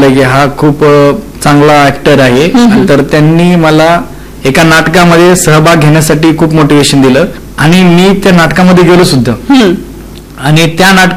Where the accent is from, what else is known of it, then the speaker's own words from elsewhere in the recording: Thane, Maharashtra, India; also born or lived in Beed; तर मी ठाण्यामध्ये राहिलेलो आहे, म्हणजे माझं लहानपण पूर्ण ठाण्यामध्येच आहे. मी ठाण्यामध्ये कमीत कमी 8वी पर्यंत शिकलोय. 8वी नंतर मी बीडला आलो